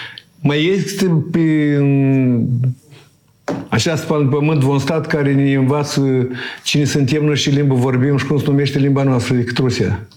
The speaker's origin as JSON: {"language": "Romanian", "country": "Moldova", "said": "noi suntem români moldoveni, că noi am făcut parte din Principatul Moldova"}